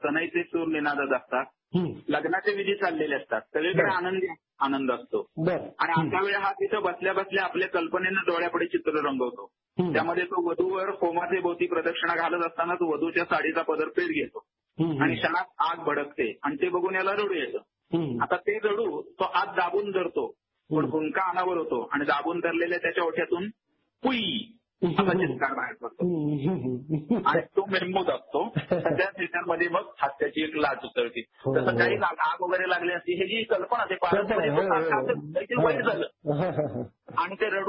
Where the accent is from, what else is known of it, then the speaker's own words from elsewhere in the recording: Satara, Maharashtra, India; आम्ही सातारकर आहोत भाग्यवान.